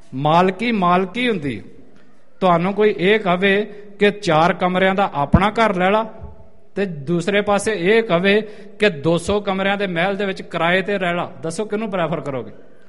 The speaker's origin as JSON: {"language": "Punjabi", "region": "Punjab", "country": "India", "moved": "yes", "said": "ਅਸੀਂ ਸਾਰੇ ਪੰਜਾਬ ਤੋਂ ਹਾਂ"}